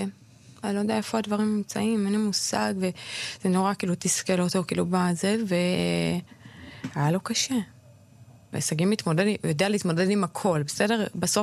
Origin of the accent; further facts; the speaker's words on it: Dimona, Southern District, Israel; כי אני כאילו דימונאית, אז אני לייס.